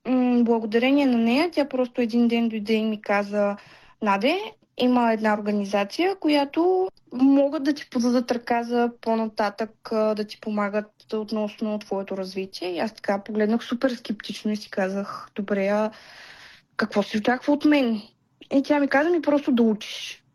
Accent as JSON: {"language": "Bulgarian", "town": "Byala Slatina", "region": "Vratsa Province", "country": "Bulgaria", "tie": "born or raised there", "said": "Институцията се намира в Бяла Слатина, моя роден град."}